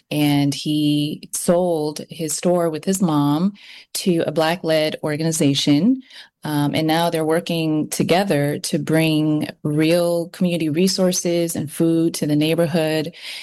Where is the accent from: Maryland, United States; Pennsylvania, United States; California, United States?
California, United States; I think being born and raised in the Bay Area, I was like, you know, it's a little bit different in Los Angeles than I read.